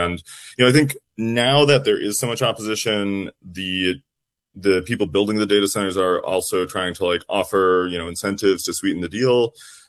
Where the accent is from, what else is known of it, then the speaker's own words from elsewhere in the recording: Duluth, Minnesota, United States; And I can tell you about a story from my hometown, Duluth, Minnesota.